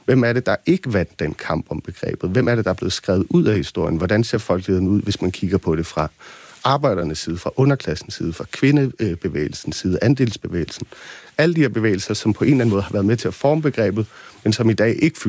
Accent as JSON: {"language": "Danish", "town": "Copenhagen", "region": "Capital Region of Denmark", "country": "Denmark", "tie": "born or raised there", "said": "Og nu er jeg jo selv fra København, født og opvokset."}